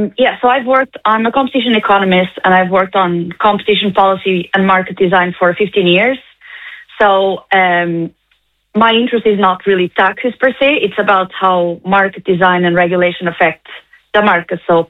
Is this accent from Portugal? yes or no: yes; Lisbon, Portugal; now in Ireland; I am from Lisbon